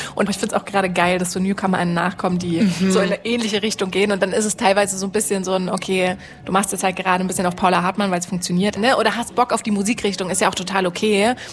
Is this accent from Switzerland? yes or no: yes; Switzerland; Ja, ich komme ja auch aus der Schweiz